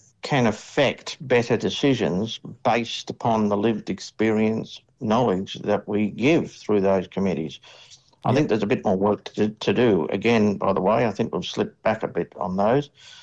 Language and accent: English; Kurri Kurri, New South Wales, Australia; born there; I was born in Kurri, that's K-U-R-R-I twice, in the coal fields, as they used to be called. I think they probably still are, in the Hunter Valley of New South Wales.